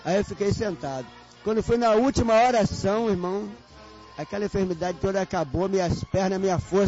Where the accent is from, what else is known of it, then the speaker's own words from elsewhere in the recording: Rio de Janeiro, Brazil; eu venho de Costa Barros, Pavuna.